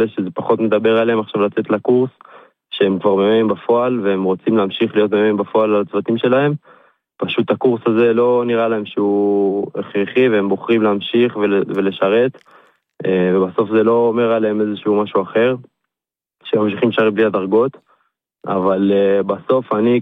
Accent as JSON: {"language": "Hebrew", "town": "Gan Yavne", "region": "Central District", "country": "Israel", "tie": "born or raised there", "said": "אני מגן יבנה."}